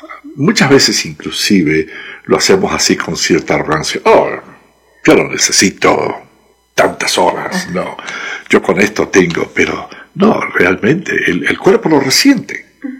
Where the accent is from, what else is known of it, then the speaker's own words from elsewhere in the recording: Venezuela; moved away; en mi tierra, en Venezuela.